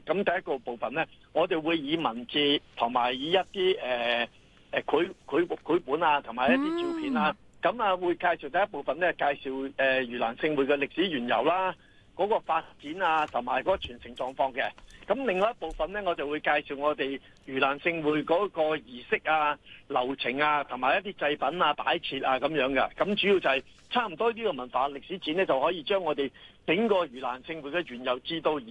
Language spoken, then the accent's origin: Cantonese; Guangdong, China; 其實我哋潮州人，我哋去拜神，我哋求神咧。